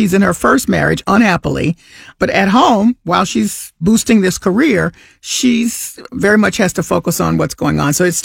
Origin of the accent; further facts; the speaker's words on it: Bible Belt, United States; I grew up in the Bible Belt. And so there's all kinds of discussion about faith and religion day in and day out.